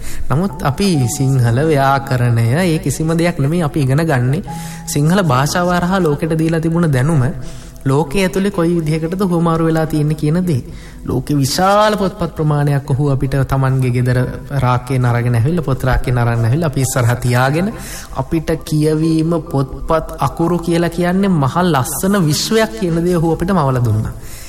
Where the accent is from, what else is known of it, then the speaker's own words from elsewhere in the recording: Ratnapura, Sabaragamuwa Province, Sri Lanka; මම මගේ උපන් ගම රත්නපුර